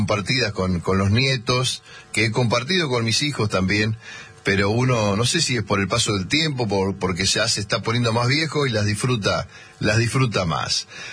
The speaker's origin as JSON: {"language": "Spanish", "town": "25 de Mayo", "region": "Buenos Aires Province", "country": "Argentina", "tie": "born there", "moved": "yes", "lives_now": "Buenos Aires, Argentina", "said": "yo no estaba en 25 de mayo."}